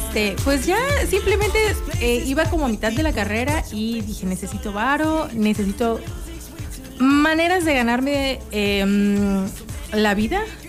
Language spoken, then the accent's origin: Spanish; Coatzacoalcos, Veracruz, Mexico; moved away as an adult; yo crecí con eso ahí en Coatzacoalcos